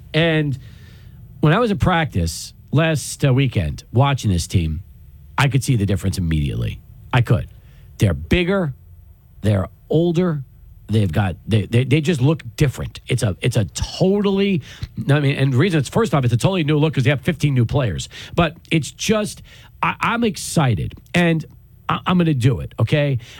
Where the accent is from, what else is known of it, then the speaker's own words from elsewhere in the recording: El Paso, Texas, United States; I've grown up in that building. We moved here in 78.